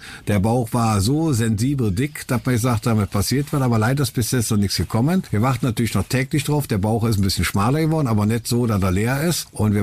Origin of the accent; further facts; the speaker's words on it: North Rhine-Westphalia, Germany; Ich komme aus dem Aachener Raum.